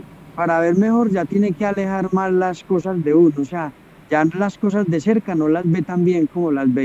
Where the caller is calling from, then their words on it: Medellín, Antioquia, Colombia; En Medellín, Colombia